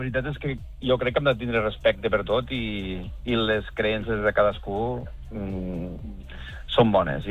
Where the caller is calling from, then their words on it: Catalonia, Spain; Jo sóc de les Terres de l'Ebre